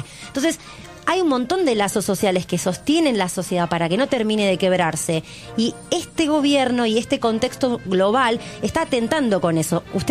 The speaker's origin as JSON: {"language": "Spanish", "country": "Argentina", "said": "nosotros como argentinos"}